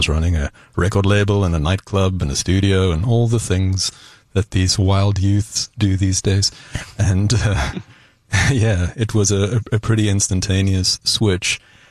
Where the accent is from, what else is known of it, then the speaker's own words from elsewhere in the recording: South Africa; moved away; I grew up in South Africa